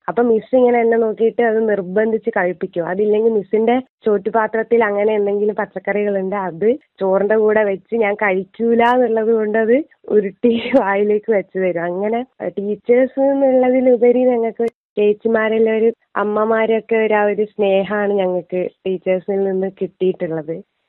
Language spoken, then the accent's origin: Malayalam; Kannur, Kerala, India; ഞാനൊരു കണ്ണൂർക്കാരിയാണ്.